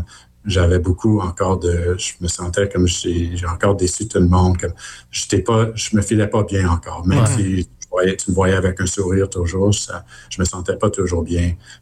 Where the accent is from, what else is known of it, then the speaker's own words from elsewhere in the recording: Montreal, Quebec, Canada; Même si j'ai grandi à Montréal, moi, c'est sûr que je suis un fan de Montréal